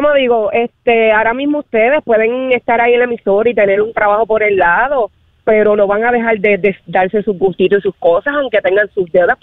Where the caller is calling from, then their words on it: Puerto Rico; somos los boricuas